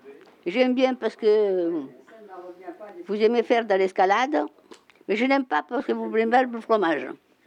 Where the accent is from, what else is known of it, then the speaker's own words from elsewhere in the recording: Italy; French is a second language; now in France; je viens d'Italie là, j'ai un accent mais c'est pas grave.